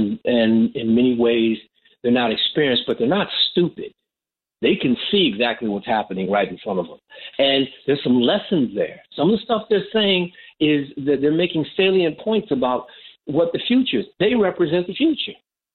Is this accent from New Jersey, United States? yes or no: no; California, United States; I am from California. I'm a black liberal. I am from California.